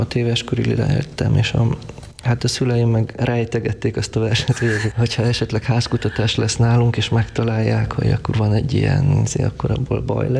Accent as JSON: {"language": "Hungarian", "country": "Romania", "tie": "born or raised there", "said": "Végülis egy kellemes környezetben nőttem fel, mindig ott volt a humor."}